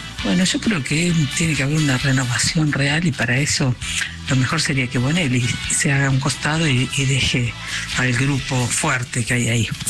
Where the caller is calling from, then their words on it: Buenos Aires, Argentina; soy de Parque Avellaneda.